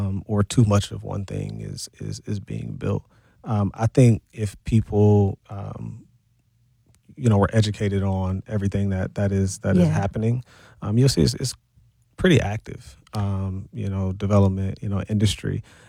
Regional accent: Milwaukee, Wisconsin, United States; I'm Milwaukee-based, born and raised here in the city. Proud MPS graduate, grew up

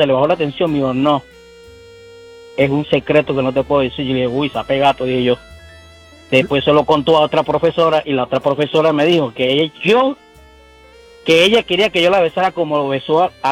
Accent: Venezuela; now in Chicago, United States; Yo soy venezolano.

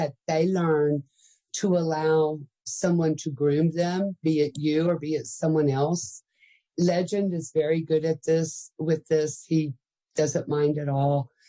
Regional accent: Texas, United States; Well, I'm a Texan. I have long legs.

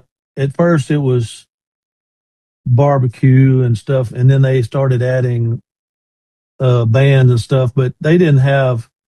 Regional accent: Mississippi, United States; One of my earliest memories is being at my grandmother's. Anybody that went to the Monte Cristo in Grenada back in the 60s and 70s

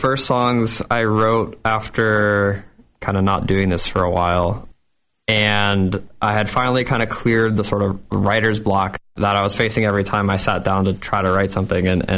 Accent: Sarasota, Florida, United States; moved away; I'm from Sarasota, Florida, where I spent most of my childhood.

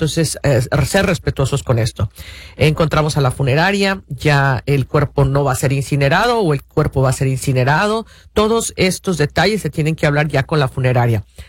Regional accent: Mexico; moved away; En el caso de nosotros como mexicanos

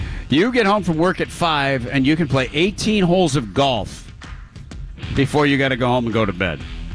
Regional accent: Grand Rapids, Michigan, United States; I grew up in Grand Rapids, Michigan. It is the westernmost part of the eastern time zone.

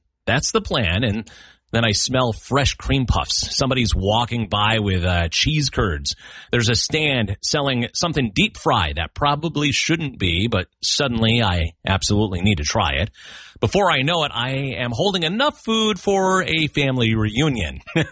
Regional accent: Wisconsin, United States; Growing up in Wisconsin

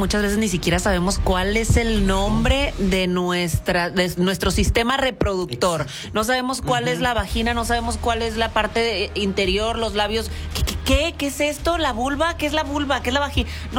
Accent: Mexico; Creo que nosotros, sobre todo los mexicanos, venimos de una cultura muy machista

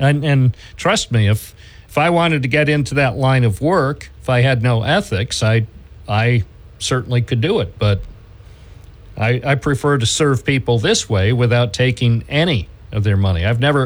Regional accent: Binghamton, New York, United States; born there; I've been in Binghamton for a long time, too. I was born here

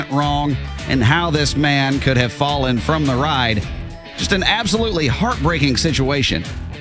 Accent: Atlanta, Georgia, United States; So I'm from Atlanta, Georgia

